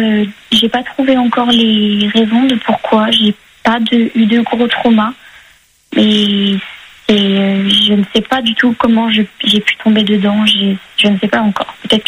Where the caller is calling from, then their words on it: Niort, Nouvelle-Aquitaine, France; De Niort, depuis les Deux-Sèvres.